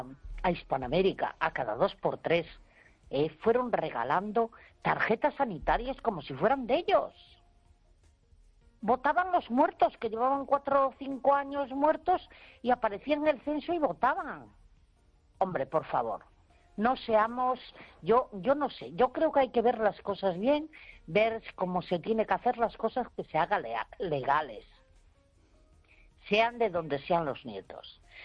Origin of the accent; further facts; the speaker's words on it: Galicia, Spain; repartir las que teníamos para venir a Galicia, a mi pueblo, a desde donde ahora estoy hablando.